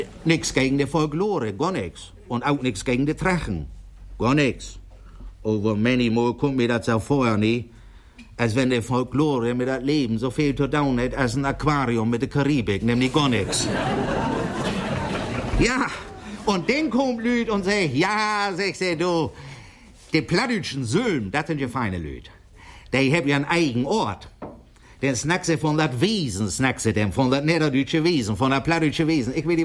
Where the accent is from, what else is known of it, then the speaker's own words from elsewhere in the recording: Marne, Schleswig-Holstein, Germany; Wo kommen Sie her? Ich sage, ich komme aus Marne. Dithmarschen.